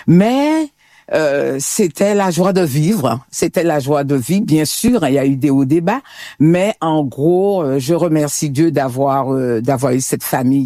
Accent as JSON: {"language": "French", "town": "Le Diamant", "country": "Martinique", "tie": "born or raised there", "said": "je suis issue du Diamant et j'aime à dire, je fais partie de cette belle commune du Diamant, dans le rocher du Diamant."}